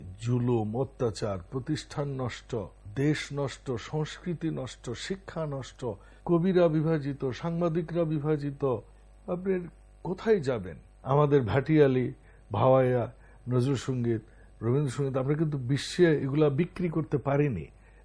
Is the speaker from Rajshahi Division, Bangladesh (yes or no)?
yes; Naogaon, Rajshahi Division, Bangladesh; আমার বাড়ি নওগাঁ, আমি আক্কেলপুর স্টেশন থেকে ট্রেনে স্লিপিং ঘুমাতাম।